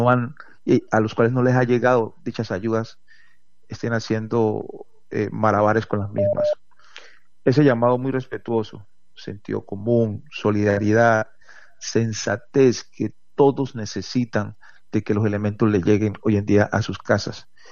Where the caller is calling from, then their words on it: Buenaventura, Valle del Cauca, Colombia; a mi comunidad, a mi pueblo Buenaventura